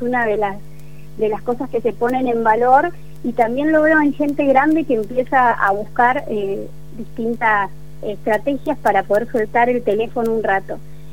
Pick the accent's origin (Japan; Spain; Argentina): Argentina; moved away as an adult; Yo soy de Buenos Aires, vivo acá hace como 12 años